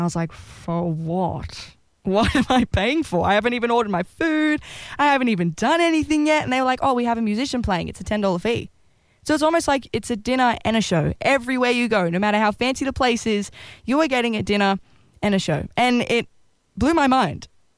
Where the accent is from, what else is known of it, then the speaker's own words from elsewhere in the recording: Australia; as an Aussie